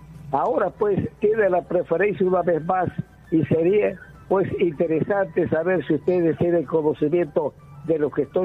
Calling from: Iquitos, Loreto, Peru; Le estoy llamando de Iquitos.

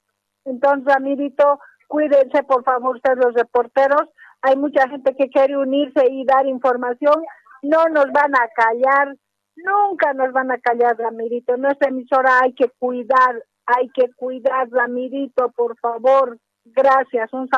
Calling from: Santa Cruz de la Sierra, Santa Cruz, Bolivia; le hablo de Santa Cruz

